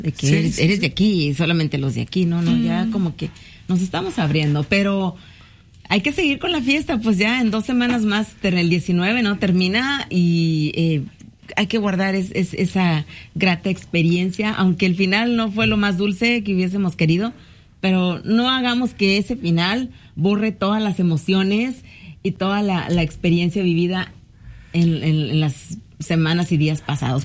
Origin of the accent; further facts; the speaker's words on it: Mexico; aún me siento más mexicana que antes, sí, que nunca.